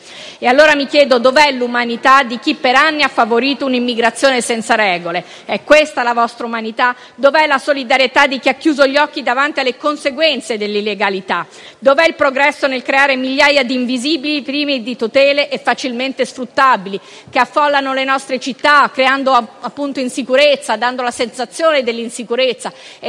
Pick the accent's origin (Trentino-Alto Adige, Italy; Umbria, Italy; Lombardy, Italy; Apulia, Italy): Trentino-Alto Adige, Italy; nella mia terra, in Trentino Alto Adige